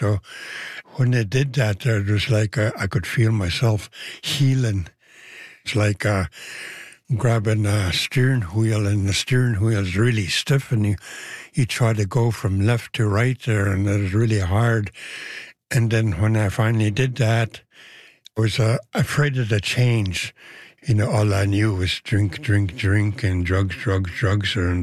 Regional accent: Merritt, British Columbia, Canada; also born or lived in Kamloops; I'm from Merritt, British Columbia, and I lived on Coldwater Reserve there in my younger days, and I went to a residence school in Kamloops for 11 years.

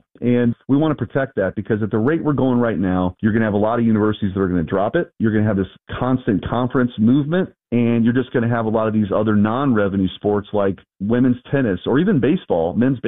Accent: United States; as an American

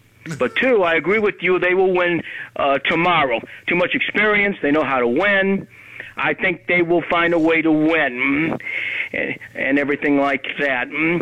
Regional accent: Southfield, Michigan, United States; now in Milwaukee, United States

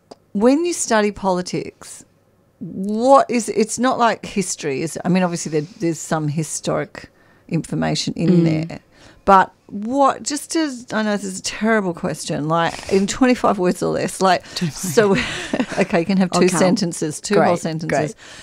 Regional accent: Perth, Western Australia, Australia; now in Melbourne, Australia; Have I ever told you that that's where I was born and I grew up?

